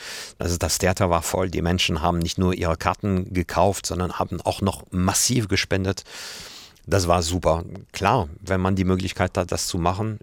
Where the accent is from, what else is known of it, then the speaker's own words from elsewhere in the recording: France; German is a second language; now in Hamburg, Germany; Brauchte ich auch nicht als Franzose. Und ich bekam einen Brief von Olaf Scholz, der damals Hamburg Bürgermeister war. Ich wohne in Hamburg.